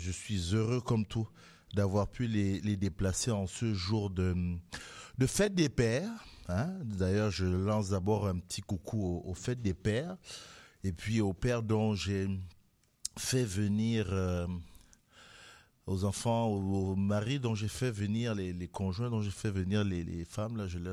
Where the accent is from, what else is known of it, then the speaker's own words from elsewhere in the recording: Quebec, Canada; chez nous au Québec